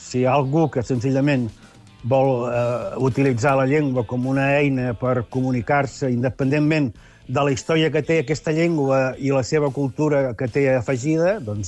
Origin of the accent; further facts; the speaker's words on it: Constantí, Catalonia, Spain; ja ho sap la gent que som de Constantí.